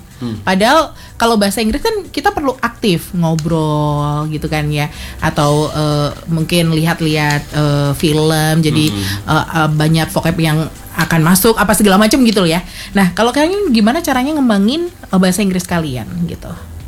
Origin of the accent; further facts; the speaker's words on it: Java, Indonesia; accent: Javanese (medok); Kita soalnya aksennya kan saya Jawa banget ya.